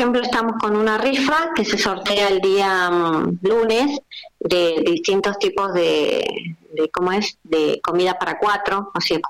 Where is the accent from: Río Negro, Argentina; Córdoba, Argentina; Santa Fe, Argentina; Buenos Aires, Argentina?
Río Negro, Argentina; Fernández Oro; Somos 12 personas, 11 personas de Allen, son de Allen y Fernández Oro. Bien. Somos tres de Fernández Oro, de … …, …